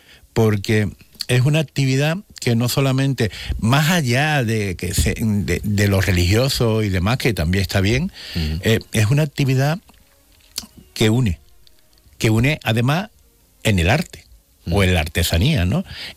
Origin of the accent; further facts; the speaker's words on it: Spain; born there; cada vez que iba para Picadueña, mi casa, ¿no?, donde yo nací